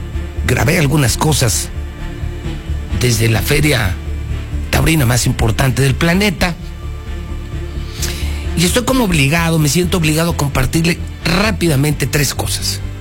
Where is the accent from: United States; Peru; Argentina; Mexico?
Mexico; Regreso a mi México, regreso a mi tierra, regreso a mi país